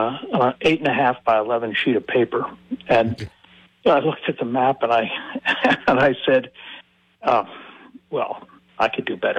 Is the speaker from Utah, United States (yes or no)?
yes; Utah, United States; So I was in the military. I grew up in Utah, joined the military, spent 25 years in the United States Marine Corps.